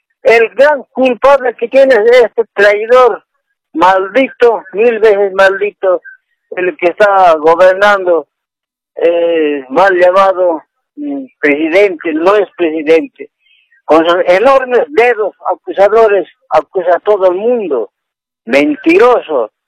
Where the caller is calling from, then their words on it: Caranavi, La Paz, Bolivia; le llamo de Caranavi.